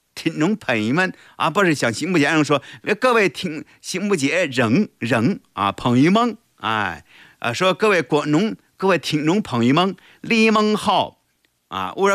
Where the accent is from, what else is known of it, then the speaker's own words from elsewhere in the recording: Donghai, Jiangsu, China; 我是东海的。